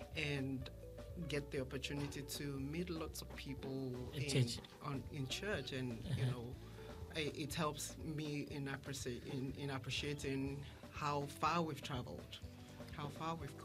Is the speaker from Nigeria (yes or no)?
yes; Nigeria; moved away as an adult; also born or lived in Wellington, New Zealand; now in Hawke's Bay, New Zealand; I am Nigerian and Yoruba by tribe. I have been in Hawke's Bay. I've made Hawke's Bay home for almost 14 years now.